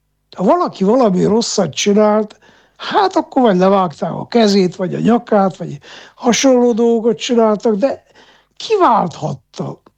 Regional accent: Miercurea Ciuc, Harghita, Romania; én Csíkszeredában nőttem fel

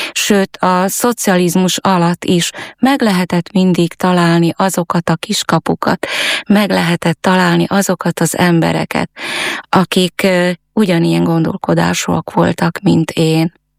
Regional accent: Fiľakovo, Banská Bystrica Region, Slovakia; moved away as an adult; also born or lived in Nitra; now in Komárno, Slovakia; nem vagyok tőzsgyökeres komáromi. Füleki származású vagyok.

